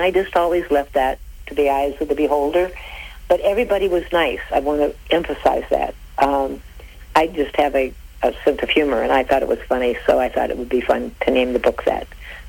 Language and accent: English; Ohio, United States; now in Tallahassee, United States; I love every day that I can say that I am a Midwesterner. The girl can leave Ohio, but Ohio does not leave the girl.